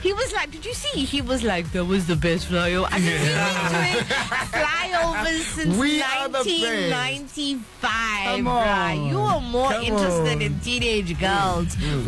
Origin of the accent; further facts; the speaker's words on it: South Africa; It's amazing being South African.